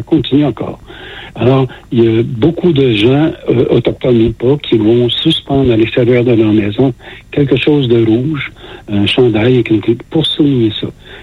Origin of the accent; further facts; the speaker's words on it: Saint-Jérôme, Quebec, Canada; chez nous, à Saint-Jérôme